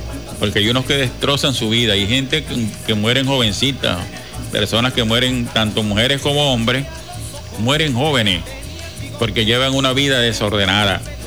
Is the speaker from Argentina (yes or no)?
no; Guasdualito, Apure, Venezuela; moved away; allá de mi pueblo, Guajualito